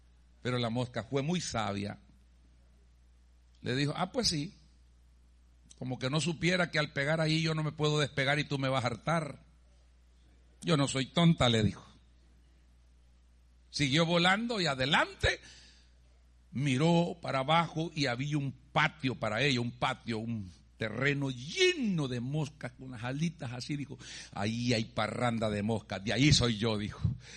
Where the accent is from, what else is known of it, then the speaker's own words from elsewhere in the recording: El Salvador; moved away; Los que venimos del Salvador y son de mi generación para atrás